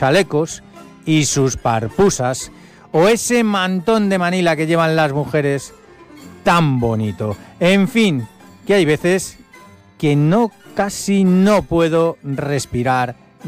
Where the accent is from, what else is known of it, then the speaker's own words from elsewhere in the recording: Madrid, Community of Madrid, Spain; moved away as an adult; now in Ibiza, Spain; como madrileño que soy de pura cepa, no hay un orgullo más grande ni una morriña más fuerte que la que siento al ver mi ciudad estos días